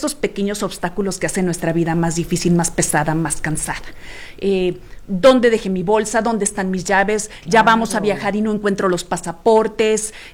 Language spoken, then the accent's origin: Spanish; Sonora, Mexico; Norteña, al final de cuentas norteña, soy de Sonora.